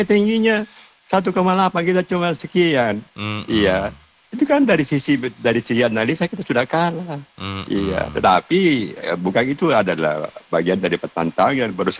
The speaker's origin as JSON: {"language": "Indonesian", "region": "South Sulawesi", "country": "Indonesia", "said": "saya selaku orang Selatan tetap ingat PSM"}